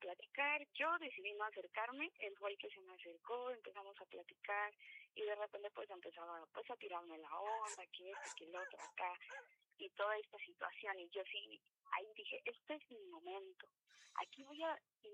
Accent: Coyoacán, Mexico City, Mexico; Soy de la alcaldía de Coyoacán, tengo 26 años.

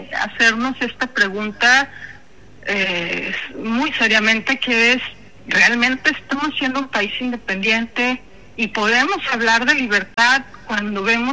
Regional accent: Mexico

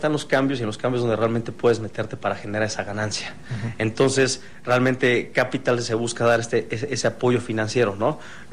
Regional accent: Mexico; cómo es nuestra cultura como mexicanos

